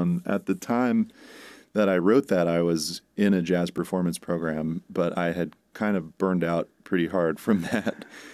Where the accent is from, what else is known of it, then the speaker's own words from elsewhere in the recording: New York City, New York, United States; moved away as an adult; also born or lived in Manhattan; now in Troy, United States; I grew up in the Bronx, not far from the Hudson River. And I live in South Troy, also not far from the Hudson River.